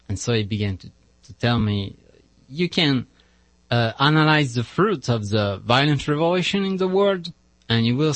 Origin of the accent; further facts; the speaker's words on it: France; English is a second language; So I'm a French friar.